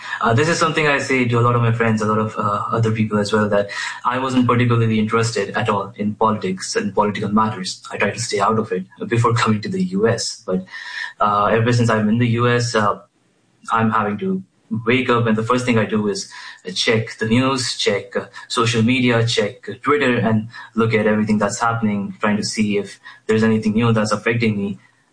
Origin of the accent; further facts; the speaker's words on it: Bhopal, Madhya Pradesh, India; moved away as an adult; now in United States; I grew up in Bhopal in India, so that's where I'm originally from. And I finished my high school, and for my bachelor's, I came to the U.S. when I was 17, and this was back in 2022.